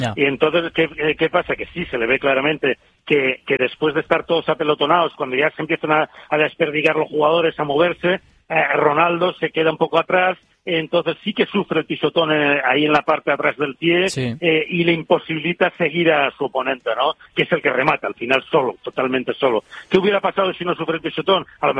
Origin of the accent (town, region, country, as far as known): Castellón de la Plana, Valencian Community, Spain; now in Madrid, Spain